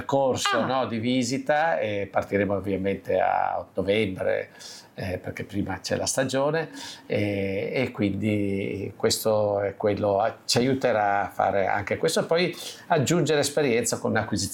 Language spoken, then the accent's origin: Italian; Genoa, Liguria, Italy; proprio da genovese